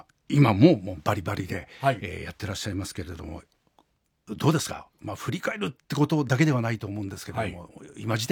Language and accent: Japanese; Ota, Tokyo, Japan; 私の実家の近くの馬込の大田区なんですけどね